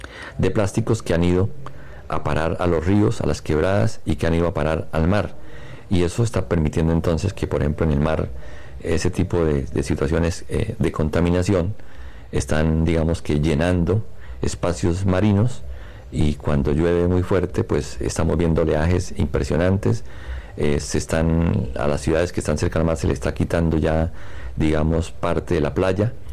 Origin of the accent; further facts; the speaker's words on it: Colombia; allí en Iscalá Centro, de donde soy